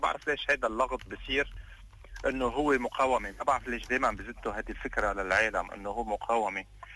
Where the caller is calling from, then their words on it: Lebanon; طب شو بنقول نحن كلبنانيين؟